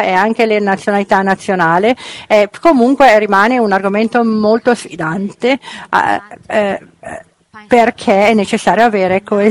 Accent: Poland; Italian is a second language; Per esempio, io come polacca posso andare, per esempio, in l'ambasciata italiana, essere aiutato

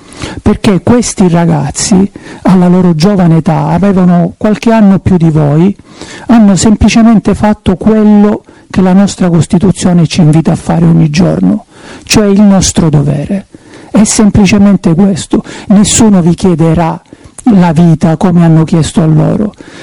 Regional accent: Reggio Calabria, Calabria, Italy; io vengo da Reggio Calabria

